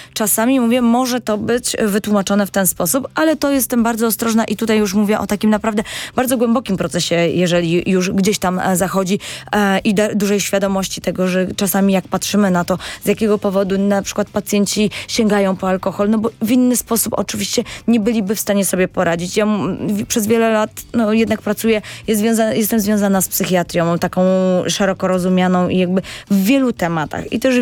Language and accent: Polish; Rawa Mazowiecka, Łódź Voivodeship, Poland; now in Warsaw, Poland; ja jestem, pochodzę z, tak, z tej miejscowości, z Rawy Mazowieckiej